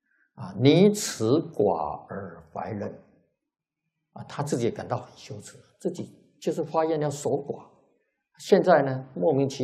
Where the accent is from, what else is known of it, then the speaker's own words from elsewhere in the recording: China; 所以出家人啊，我们中国人啊说沙门啊。